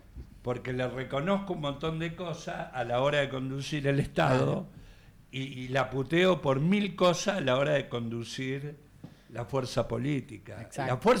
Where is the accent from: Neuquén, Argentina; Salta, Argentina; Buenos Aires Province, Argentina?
Buenos Aires Province, Argentina; Gregorio de Laferrere; Yo soy negro de la Ferrere.